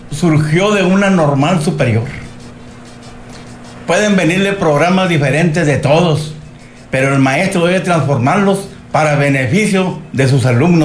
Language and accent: Spanish; Allende, Coahuila, Mexico; Yo soy de Allende, nativo de Allende, Coahuila.